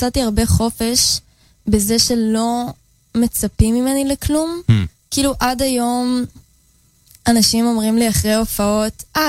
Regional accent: Jaffa, Tel Aviv District, Israel; אז אני מיפו במקור, מאג'מי.

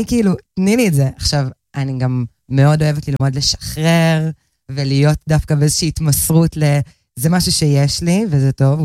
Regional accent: Tel Aviv, Tel Aviv District, Israel; אז אני, אגב, במקור מתל אביב

